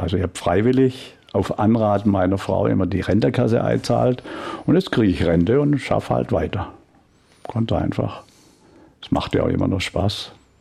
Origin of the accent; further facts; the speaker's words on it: Weiler in den Bergen, Baden-Württemberg, Germany; Bin geboren in Weiler in den Bergen. Das ist noch kleineres Kuhnest. Bin also unter Bauern aufgewachsen